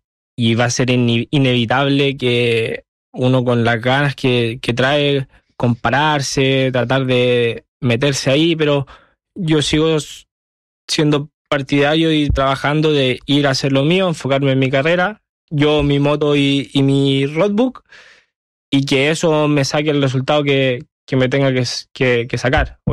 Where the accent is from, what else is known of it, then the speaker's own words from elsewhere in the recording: Chile; now in Spain; soy chileno